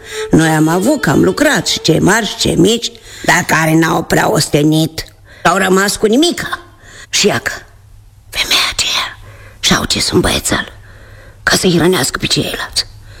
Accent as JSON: {"language": "Romanian", "region": "Glodeni District", "country": "Moldova", "said": "din Gașba Glodeni."}